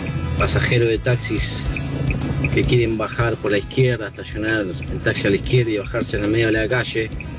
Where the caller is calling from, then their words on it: Loma Mirador, Buenos Aires Province, Argentina; soy … de Loma Mirador.